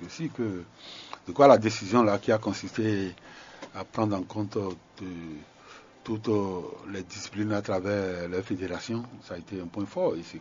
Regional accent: Savalou, Collines, Benin; Moi, je suis allé même chez moi à Savalou, j'ai un très beau stade là-bas.

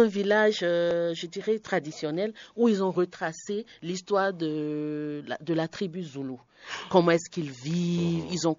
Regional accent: Benin; en tant que Béninois, pour un séjour de moins d'un mois, nous n'avons pas besoin de visa

